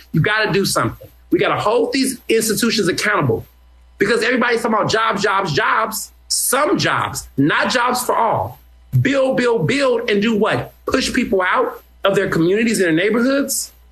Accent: Houston, Texas, United States; also born or lived in Chicago; now in Philadelphia, United States; I was born in Chicago. I grew up in Houston.

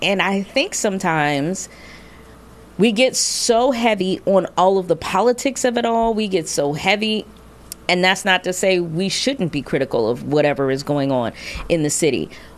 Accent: Philadelphia, Pennsylvania, United States

